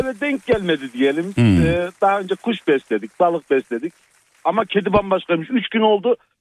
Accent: Kayseri, Turkey; benim doğduğum büyüdüğüm şehir Kayseri.

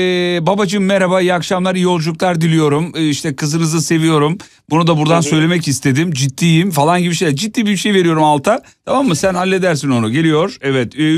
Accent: Kocaeli, Turkey; oraların çocuğuyum.

